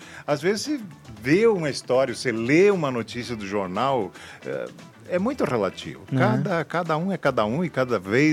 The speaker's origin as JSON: {"language": "Portuguese", "country": "Brazil", "said": "somos brasileiros"}